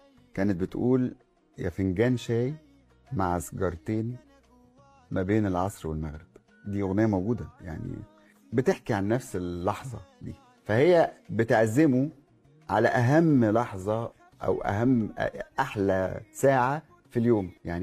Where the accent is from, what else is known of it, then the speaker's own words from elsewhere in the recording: Egypt; انا وشيرين مصريين